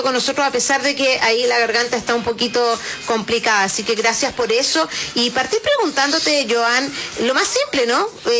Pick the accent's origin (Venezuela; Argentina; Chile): Chile; nuevos desarrollos que también como chilenos podemos incorporar incorporar.